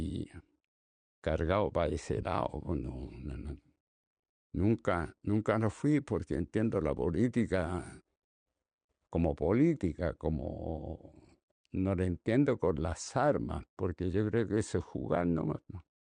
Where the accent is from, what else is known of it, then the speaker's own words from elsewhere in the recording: Chile; en Chile yo me doy cuenta que siempre estamos experimentando